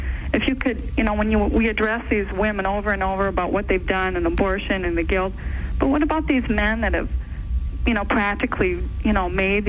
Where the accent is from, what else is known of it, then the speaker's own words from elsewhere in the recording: Minnesota, United States; I'm from Minnesota